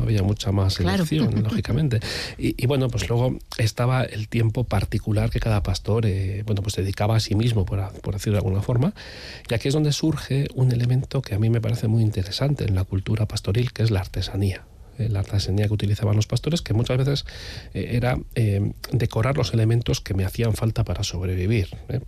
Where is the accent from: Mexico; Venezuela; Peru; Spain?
Spain; Basque Country; Claro, y aquí viene, ¿no?, nuestro propio carácter como pueblo vasco.